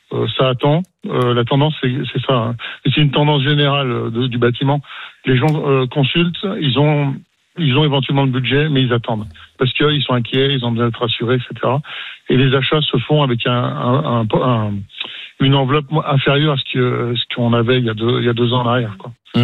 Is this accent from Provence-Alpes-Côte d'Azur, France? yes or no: no; Auvergne-Rhône-Alpes, France; chez nous, en Isère